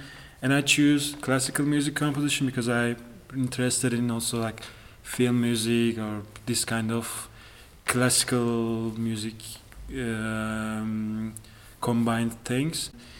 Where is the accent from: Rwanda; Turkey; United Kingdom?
Turkey; Istanbul; I am 27 years old and I am coming from Turkey. I'm from Istanbul.